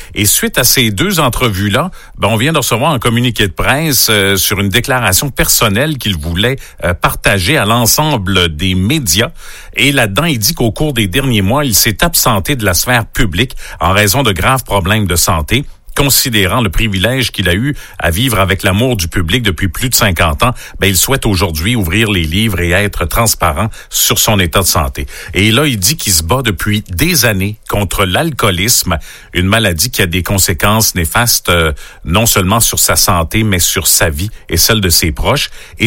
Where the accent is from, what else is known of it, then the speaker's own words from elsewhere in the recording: Quebec, Canada; chez nous en Gaspésie